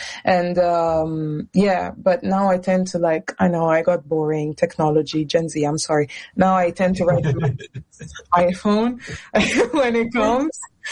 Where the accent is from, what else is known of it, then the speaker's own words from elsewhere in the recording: Italy; moved away; growing up in Italy